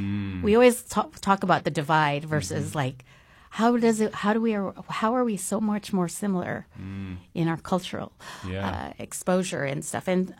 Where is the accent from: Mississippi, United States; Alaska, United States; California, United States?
Alaska, United States; Well, because we grew up in Southeast Alaska, I distinctly remember doing classes of Native Alaskan beading and Native Alaskan weaving and whatnot.